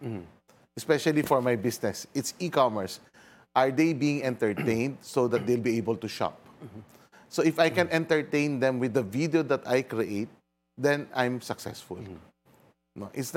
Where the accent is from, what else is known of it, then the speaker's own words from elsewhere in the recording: Philippines; as a Filipino digital natives